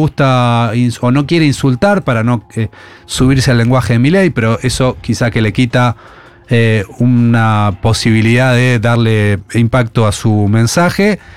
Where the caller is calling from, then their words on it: Córdoba, Argentina; de Córdoba